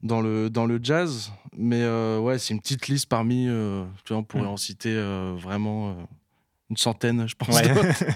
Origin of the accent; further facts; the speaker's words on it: Moulins, Auvergne-Rhône-Alpes, France; now in Paris, France; J'ai 24 ans, je viens de pas très loin d'ici, je viens de Moulins, dans l'Allier